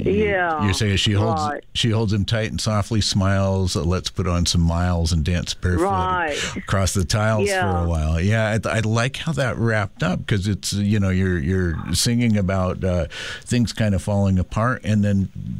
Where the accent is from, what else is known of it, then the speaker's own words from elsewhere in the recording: Bay Area, California, United States; I grew up in the Bay Area. I went to kindergarten in Santa Cruz, California.